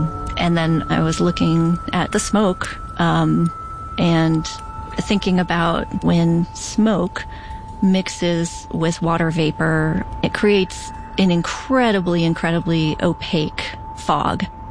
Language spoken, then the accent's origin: English; United States; I was born to Ukrainian immigrants who immigrated after World War II. As Ukrainian American kids, we all grew up at Ukrainian scouting camps